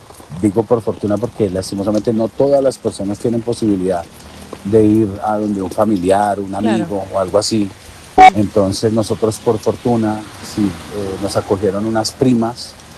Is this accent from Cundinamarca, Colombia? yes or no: no; Pereira, Risaralda, Colombia; nosotros como colombianos, como pereiranos